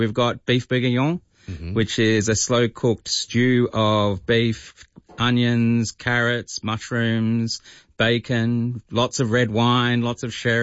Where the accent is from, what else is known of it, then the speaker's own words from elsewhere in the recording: Australia; And I guess growing up in Australia too, like you taste all such amazing different cultures and foods and yeah. So I got like the best of every world.